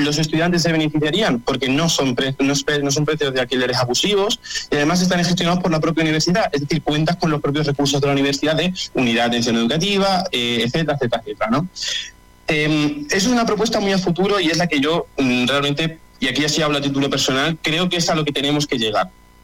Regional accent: Mérida, Extremadura, Spain; Yo no quiero irme fuera, yo soy de Mérida y soy un emeritense muy orgulloso.

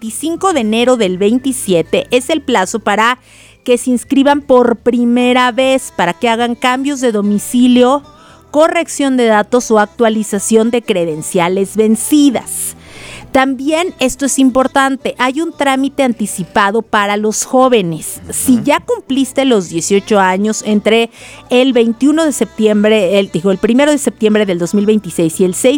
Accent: Mexico; como buen mexicano y mexicana, luego vamos el último día, el último momento a formarnos al INE.

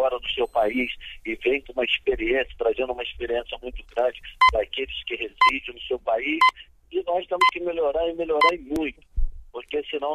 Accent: Brazil; eu não gostaria que a Noruega ganhasse do Brasil, lógico, como brasileiro, né?

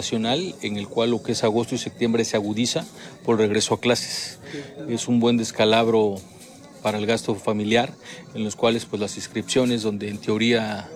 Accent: Mexico; que pues como buenos mexicanos celebramos todo entre un 20 de noviembre y un 15 de septiembre.

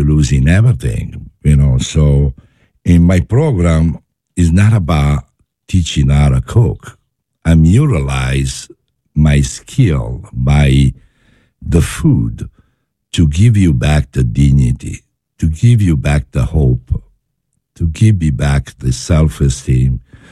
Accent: Naples, Campania, Italy; English is a second language; moved away as an adult; also born or lived in Milan; now in United States; born in Naples and raised in Napoli. In Milano.

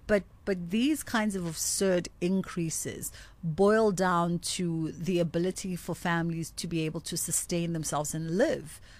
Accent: South Africa; the positive around being a South African is our sense of resilience.

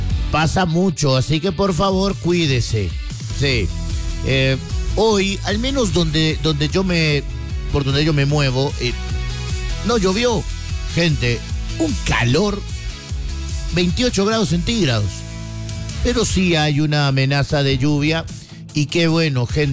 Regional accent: Guatemala City, Guatemala Department, Guatemala; vivimos muy cerca, crecimos allí en Caminal Juyú, ahí crecimos y nos conocemos los atajos, nos conocemos las calles

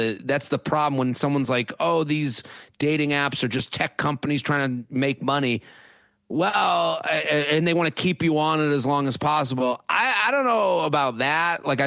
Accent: Needham, Massachusetts, United States; I'm from Needham.

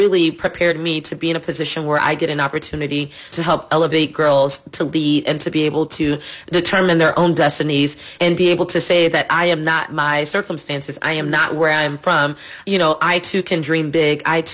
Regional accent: New Orleans, Louisiana, United States; moved away as an adult; now in Washington, D.C. area, United States; growing up in New Orleans, New Orleans was a very kind of challenging place at the time when I was growing up.

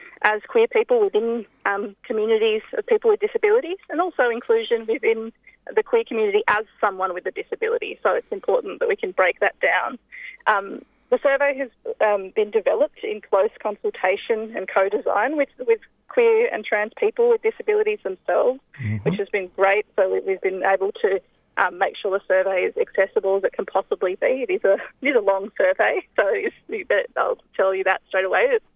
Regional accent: Tasmania, Australia; So I grew up in Lutruwita, Tasmania, in the south, in Hobart, a country area out of the south of Hobart.

